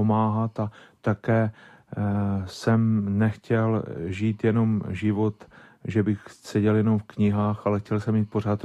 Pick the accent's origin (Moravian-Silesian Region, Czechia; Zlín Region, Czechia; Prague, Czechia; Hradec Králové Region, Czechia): Zlín Region, Czechia; Strání; Pocházím z obce Strání, která leží na moravskoslovenském pomezí. Narodil jsem se tam v roce 1966 jako sedmý z 11 dětí … Byla to zemědělská rodina. V ní jsem prožil své mládí